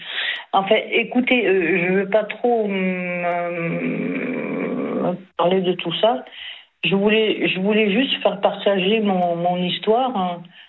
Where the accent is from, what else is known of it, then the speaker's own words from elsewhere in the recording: Bourgogne-Franche-Comté, France; born there; moved away; also born or lived in Marseille; je suis née en Saône-et-Loire, moi.